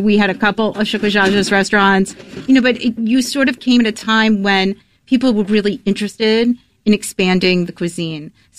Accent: New Jersey, United States; You know, I'm from Jersey.

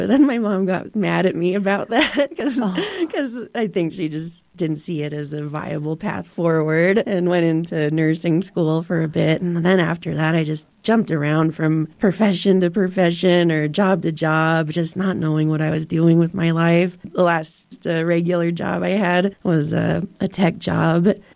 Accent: Salt Lake City, Utah, United States; now in Park City, United States; My family is originally from Shiprock, New Mexico. But I grew up in Utah, in Salt Lake, and then moved to Park City 3 years ago.

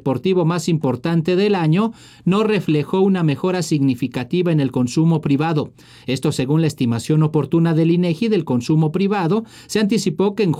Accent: Mexico

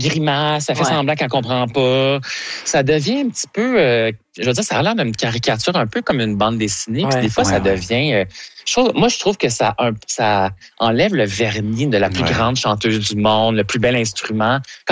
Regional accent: Quebec, Canada

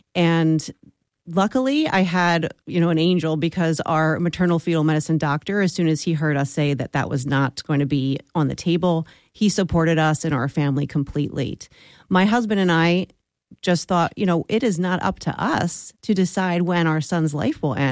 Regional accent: Vineland, New Jersey, United States; moved away as an adult; now in Philadelphia, United States; I grew up in Vineland, New Jersey, which is a very rural area, if anyone is familiar with it. And I lived in New Jersey between Vineland and the shore until I got married and moved to South Philly.

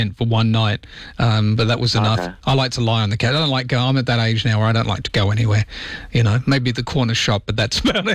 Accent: England, United Kingdom; now in Australia; I'm English. I want to watch England win, but also because I'm Australian.

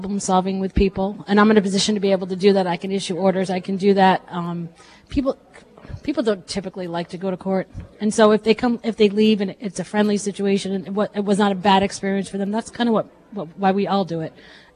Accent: Putnam, United States; I grew up in Putnam.

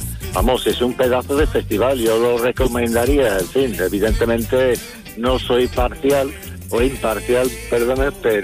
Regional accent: Liverpool, North West England, United Kingdom; Spanish is a second language; moved away as an adult; now in Valencina de la Concepción, Spain; Mi país de origen es el Reino Unido, yo soy de Liverpool.

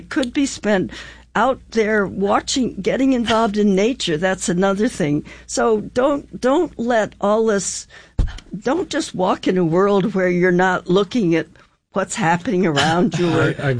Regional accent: St. Paul, Minnesota, United States; I grew up in St. Paul, Minnesota

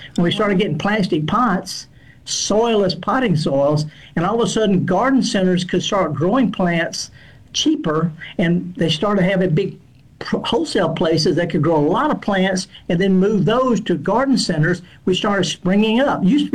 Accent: Indianola, Mississippi, United States; This is a picture that I took near my hometown of Indianola, up in the middle of the Delta.

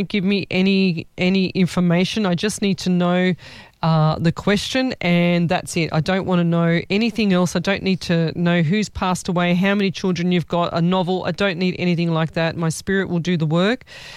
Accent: Sydney, New South Wales, Australia; We're from Sydney, New South Wales, Australia there, Chloe.

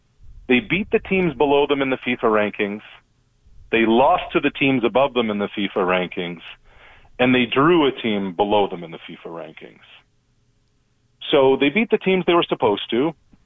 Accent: Truro, Nova Scotia, Canada; moved away; Turo, Nova Scotia, my hometown.

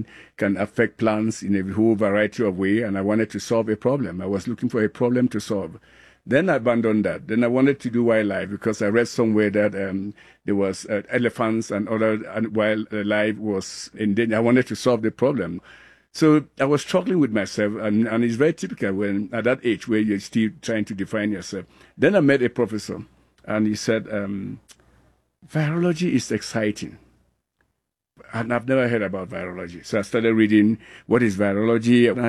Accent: Cameroon; born there; English is a second language; I mean, I was born in Cameroon, and the education system in Cameroon at that time was very forward-leaning.

